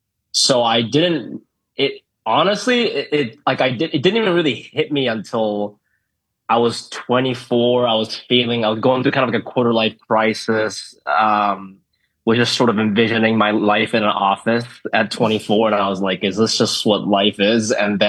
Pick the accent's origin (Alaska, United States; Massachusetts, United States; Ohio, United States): Ohio, United States; Hilliard; moved away as an adult; growing up in Hilliard